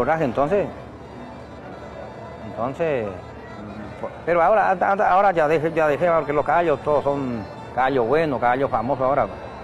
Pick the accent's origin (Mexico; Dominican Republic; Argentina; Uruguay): Argentina; Caracatí, Corrientes; now in Loreto, Argentina; Yo soy de General Paz